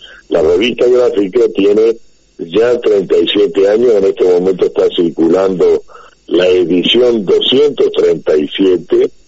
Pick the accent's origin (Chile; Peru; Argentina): Argentina; quién realmente de los que vivimos en esta parte ya nos sentimos argentinos